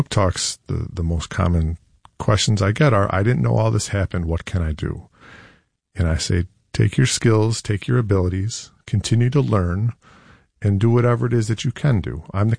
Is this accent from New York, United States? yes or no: yes; Penfield, New York, United States; I have a similar background to Shane. I grew up in Penfield, and in my own path, I kind of came to that same moment. I grew up in a more or less homogenous community